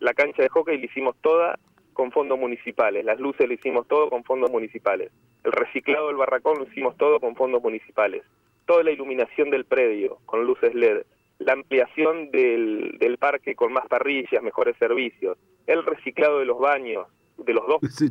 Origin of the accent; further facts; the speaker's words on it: Buenos Aires Province, Argentina; somos bonaerenses